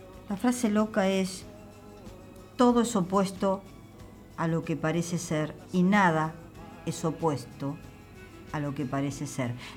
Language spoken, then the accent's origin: Spanish; Argentina; seguimos siendo argentinos.